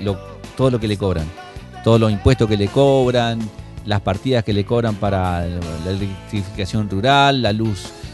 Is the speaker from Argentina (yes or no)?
yes; Santa Fe, Argentina; somos santafesinos de segunda categoría o segunda clase